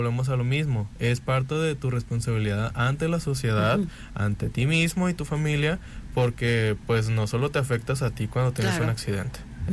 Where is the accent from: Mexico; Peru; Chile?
Mexico; Cuauhtémoc, Colima; yo soy de Cuauhtémoc, yo vivo en Cuauhtémoc